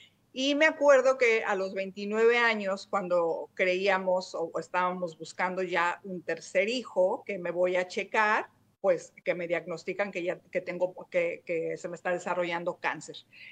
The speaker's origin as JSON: {"language": "Spanish", "town": "León", "region": "Guanajuato", "country": "Mexico", "also_born_or_lived": "Puebla", "said": "yo soy de León, Guanajuato, yo me fui a vivir a estudiar a la Universidad a Puebla, regreso porque la verdad es que yo extrañaba muchísimo a mi mamá."}